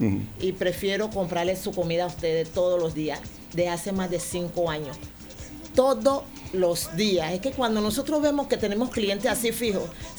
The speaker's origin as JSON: {"language": "Spanish", "region": "Colón", "country": "Panama", "said": "gracias a Colón, gracias a mi tierra"}